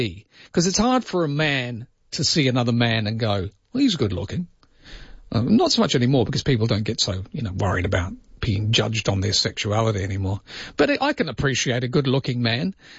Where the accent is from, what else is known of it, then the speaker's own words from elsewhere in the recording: South Africa; When I was in growing super up league, in when I grew up in South Africa